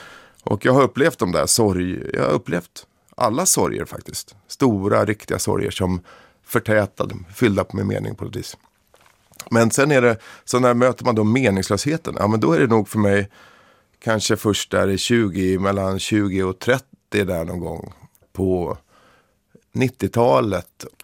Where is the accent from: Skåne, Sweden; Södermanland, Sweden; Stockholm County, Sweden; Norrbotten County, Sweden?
Stockholm County, Sweden; accent: between Solna and Upplands Väsby; Han kunde placera min dialekt som någonstans mellan Solna och Upplands Väsby.